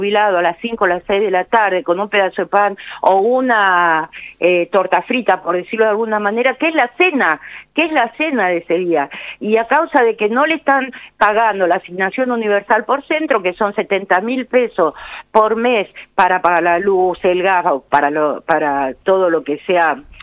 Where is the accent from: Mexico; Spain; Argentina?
Argentina